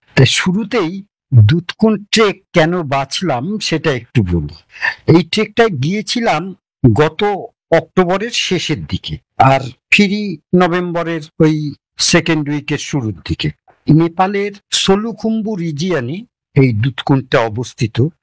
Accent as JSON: {"language": "Bangla", "town": "Belgharia", "region": "West Bengal", "country": "India", "said": "আমার বাড়ি বেলঘরিয়া।"}